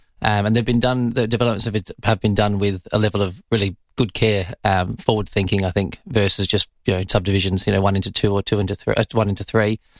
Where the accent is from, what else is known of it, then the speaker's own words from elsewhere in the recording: Woodville, South Australia, Australia; I grew up in Woodville.